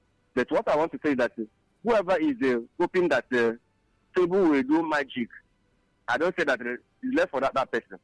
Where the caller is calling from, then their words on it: Enugu State, Nigeria; the chemistry teacher. Okay. I'm calling from Olu in Ezagboko Government Bureau of Enugu State.